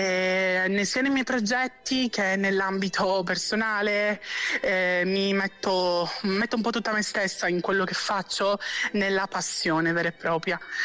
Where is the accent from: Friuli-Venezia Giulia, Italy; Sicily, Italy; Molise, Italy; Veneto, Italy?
Sicily, Italy; Catania; Io provengo da Catania ed è una città molto molto viva, ma è viva, è un vivere diverso rispetto a Milano.